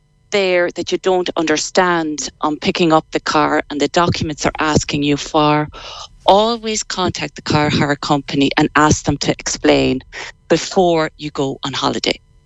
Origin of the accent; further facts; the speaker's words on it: Sligo, Connacht, Ireland; Born and bred in Sligo Town, so I'm not far from you.